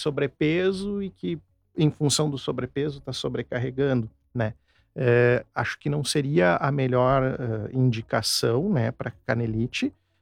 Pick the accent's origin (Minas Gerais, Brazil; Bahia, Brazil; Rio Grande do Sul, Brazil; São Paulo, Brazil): Rio Grande do Sul, Brazil; Caxias do Sul; eu sou caxiense de origem, né, eu vivi minha infância e minha adolescência em Caxias do Sul